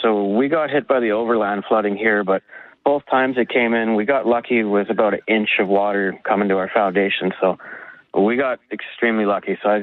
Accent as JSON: {"language": "English", "town": "Lynn Lake", "region": "Manitoba", "country": "Canada", "moved": "yes", "lives_now": "Swan River, Canada", "said": "I'm originally from Lynn Lake, Manitoba, so I'm used to forest fires."}